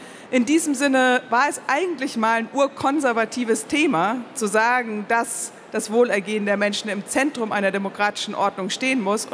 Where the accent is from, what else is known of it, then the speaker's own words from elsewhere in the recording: Nuremberg, Bavaria, Germany; Ich bin in Nürnberg aufgewachsen